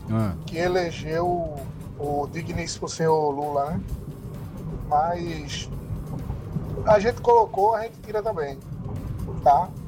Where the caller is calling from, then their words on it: Brazil; Eu sou aqui da Boa Vista.